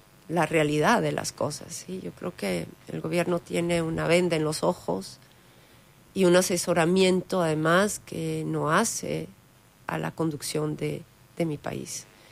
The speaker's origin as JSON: {"language": "Spanish", "country": "Bolivia"}